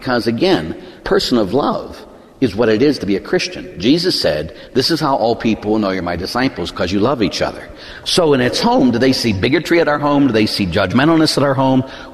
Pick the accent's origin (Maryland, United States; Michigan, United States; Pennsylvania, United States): Pennsylvania, United States; Pittsburgh; I grew up in Pittsburgh